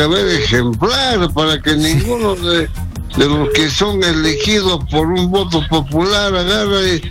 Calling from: Puno, Peru; estamos llamando de Puno.

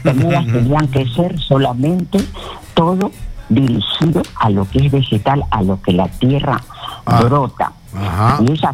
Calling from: Lima, Peru; Le llamo de San Martín de Porres.

